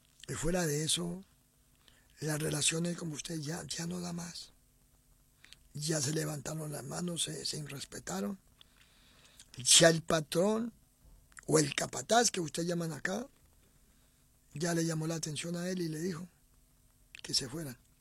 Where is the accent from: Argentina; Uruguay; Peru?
Uruguay; Tacuarembó; Me quiero ir por de mis padres. Yo soy de Tacuarembó. Él me tiene acá a mí, en el campo, en una distancia.